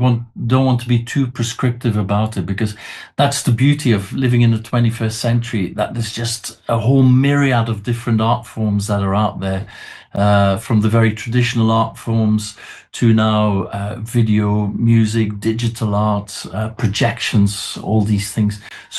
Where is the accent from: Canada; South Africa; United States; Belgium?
Belgium; Bruges, Flanders; moved away as an adult; now in London, United Kingdom; So I grew up in Belgium, in Bruges, and then age 23, I came to London